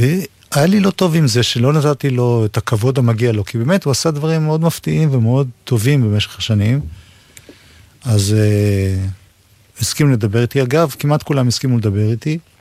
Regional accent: Jerusalem, Jerusalem District, Israel; אני ירושלמי מבית הרוס. בסדר, תקראי לי זה, כי במקרה גרתי ברחביה.

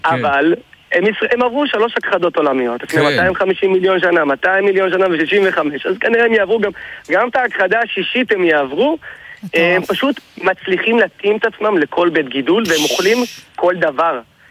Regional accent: Tunisia; מי שיש לו מסורת לצפון אפריקה, ואפילו ספרד, לא רק תימנים, גם צפון אפריקה, אני טוניסאי ויש לי מסורת

